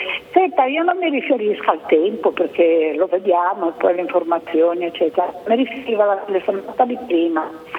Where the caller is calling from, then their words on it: Genoa, Liguria, Italy; Io sono di San Pier d'Arena